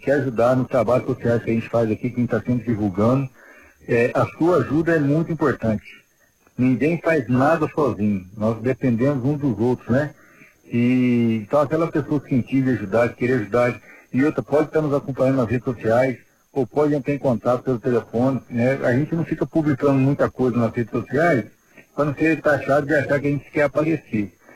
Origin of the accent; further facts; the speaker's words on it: São Bento Abade, Minas Gerais, Brazil; a gente estava na cidade de São Bento Abaixo, que inclusive, para quem não sabe, é minha terra natal. Eu sou São Bentense.